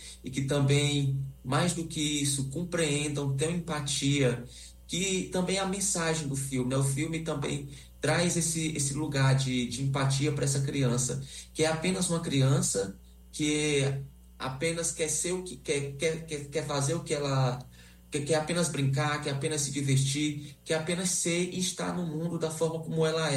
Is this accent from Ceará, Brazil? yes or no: yes; Russas, Ceará, Brazil; born there; Jaguaribara, que é uma cidade próxima da cidade onde eu nasci, que eu sou de Russas, assim como Alan.